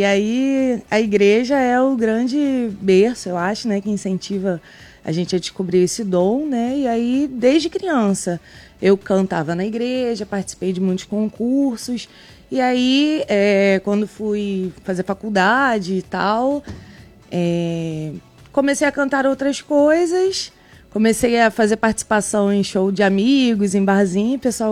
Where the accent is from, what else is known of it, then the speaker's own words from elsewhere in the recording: Rio Bonito, Rio de Janeiro, Brazil; sou de Rio Bonito